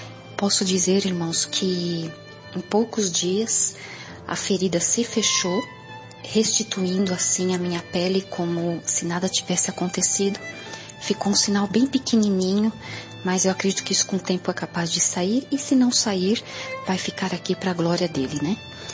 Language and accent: Portuguese; Santo André, São Paulo, Brazil; sou de Santo André